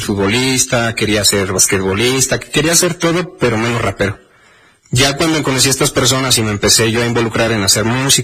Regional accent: Libres, Puebla, Mexico; Yo en lo personal, como crecí en Libres, me gusta el clima de acá. Yo no aguanto ni mucho calor ni tantísimo frío. Yo creo que el Libre es muy bonito para vivir, es muy intermedio en el clima.

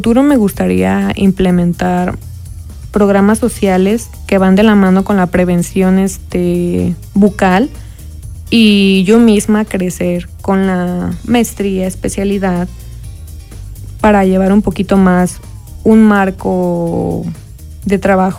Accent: Acatlán de Osorio, Puebla, Mexico; yo soy originaria de Acatlán de Osorio

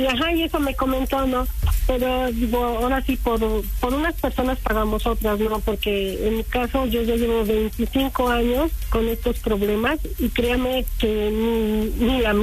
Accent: Tlachichuca, Puebla, Mexico; Sí, porque soy de Tlalichuca

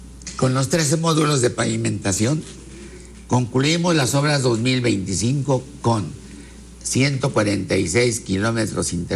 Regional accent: Puebla, Mexico

